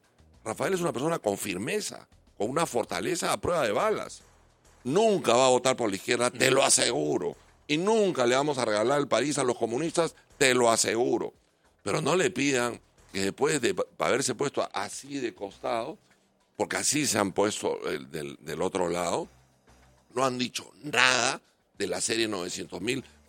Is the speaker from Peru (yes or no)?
yes; Peru; soy peruano.